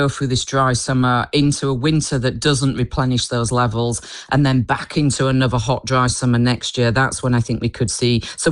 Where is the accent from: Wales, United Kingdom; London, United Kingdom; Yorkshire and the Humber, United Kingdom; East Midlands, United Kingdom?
Yorkshire and the Humber, United Kingdom; I was growing up in Yorkshire at the time, we had standpipes in the road